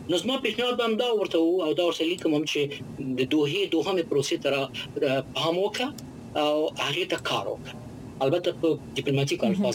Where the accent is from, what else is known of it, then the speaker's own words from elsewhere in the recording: Afghanistan; اما افغانستان خو زما هېواد دی، افغانستان زما ټاټوبی دی، زه افغانستان سره دښمني نه لرم.